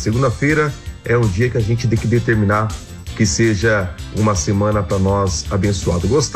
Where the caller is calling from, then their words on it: Foz do Iguaçu, Paraná, Brazil; falo aqui de Foz do Iguaçu, no Paraná.